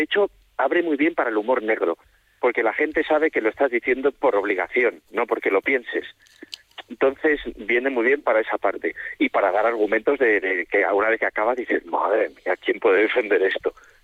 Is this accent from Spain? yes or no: yes; Valladolid, Castile and León, Spain; Al final somos de Valladolid